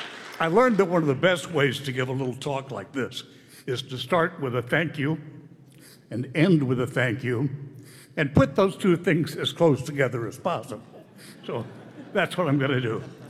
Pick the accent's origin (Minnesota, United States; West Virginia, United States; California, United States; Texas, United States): Texas, United States; Dallas; Now, it all resonated with me as a little grade school boy growing up in Dallas, Texas.